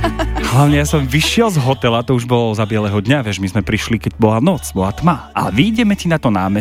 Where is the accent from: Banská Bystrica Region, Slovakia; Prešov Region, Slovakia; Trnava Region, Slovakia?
Banská Bystrica Region, Slovakia; Zvolen; Ja som tam roky nebol, ako rodený Zvolenčan.